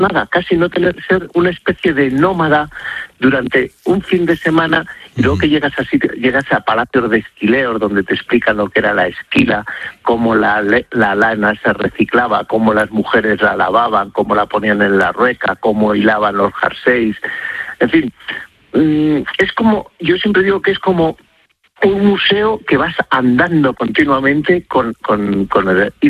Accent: Castile and León, Spain; also born or lived in Madrid; ¿cómo no lo voy a conocer si es mi tierra? Si es que yo me crié tirando cantos a los del pueblo de arriba, a los de Navasequilla, y los de la Lastra me tiraban cantos a mí

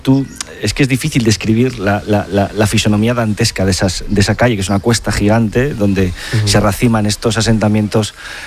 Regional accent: Spain

